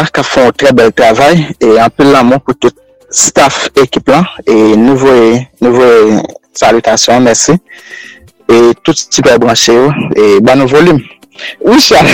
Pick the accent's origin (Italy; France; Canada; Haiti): Haiti; Mais moi, je suis toujours fier d'être Haïtien. Et je suis Haïtien. Et je serai toujours Haïtien, même dans le tombeau.